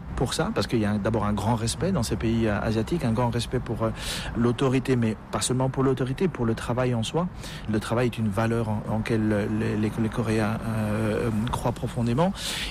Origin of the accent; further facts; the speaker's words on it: Belgium; étant donné que je suis belge